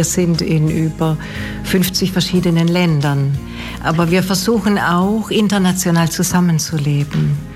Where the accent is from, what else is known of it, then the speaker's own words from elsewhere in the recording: Baden-Württemberg, Germany; moved away as an adult; now in Thuringia, Germany; Ich komme gebürtig aus dem Schwarzwald, aber als kleine Schwester war ich viel mit Sinti und Roma unterwegs und bin vor 10 Jahren zurückgekommen und seither bin ich jetzt hier in Thüringen, das ich schon auch sehr lieb gewonnen habe.